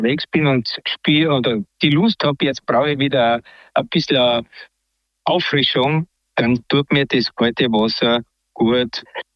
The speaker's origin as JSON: {"language": "German", "region": "Styria", "country": "Austria", "tie": "born there", "lives_now": "Klagenfurt, Austria", "said": "in Klagenfurt zu Hause, geboren in der Steiermark, nur in Kürze 67 Jahre jung."}